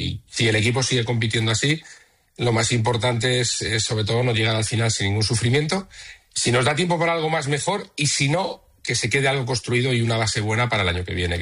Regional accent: Altea, Valencian Community, Spain; En Altea, sí, era Altea.

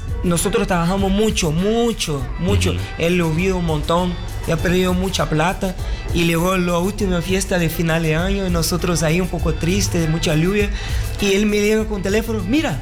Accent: Brazil; yo como brasileño tengo las responsabilidades de la cara

